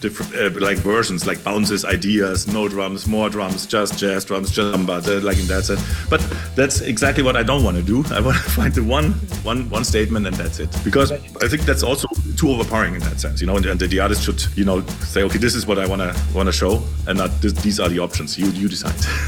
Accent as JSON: {"language": "English", "town": "Munich", "region": "Bavaria", "country": "Germany", "tie": "born or raised there", "moved": "yes", "lives_now": "Berlin, Germany", "said": "I grew up in Munich, where everything stops at 8 o'clock in the evening, and on Sunday or on Saturday then no shops are open."}